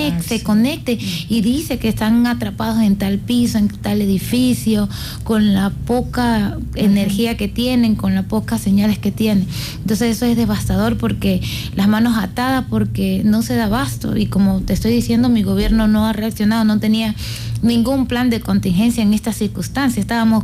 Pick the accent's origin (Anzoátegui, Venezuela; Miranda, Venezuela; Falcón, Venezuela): Anzoátegui, Venezuela; Nosotros somos de Anzoátegui y pues la capital está 6 horas de allá